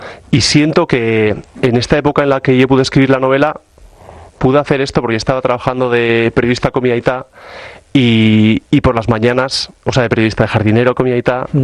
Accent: Hernani, Basque Country, Spain; soy de Hernani

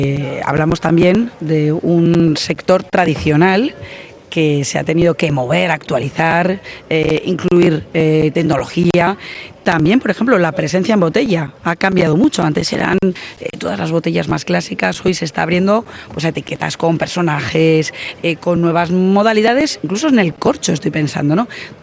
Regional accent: La Rioja, Spain; Además ya saben que yo soy riojana y eso lo llevo en la sangre.

